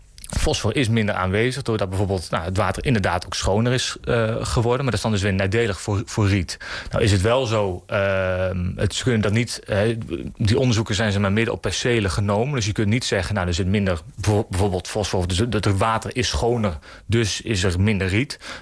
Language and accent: Dutch; Sint Jansklooster, Overijssel, Netherlands; ik kom zelf uit het Sint-Jansklooster.